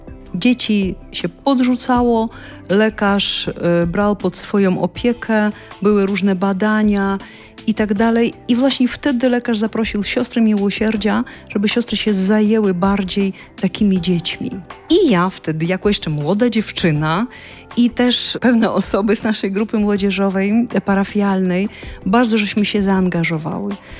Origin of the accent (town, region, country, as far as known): Kharkiv, Kharkiv Oblast, Ukraine; born or raised there